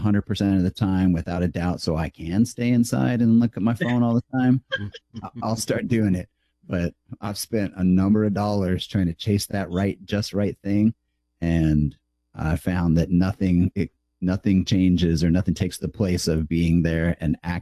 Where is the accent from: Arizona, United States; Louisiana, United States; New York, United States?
Arizona, United States; I grew up in Arizona, okay. And there was a lot of mesquite used around there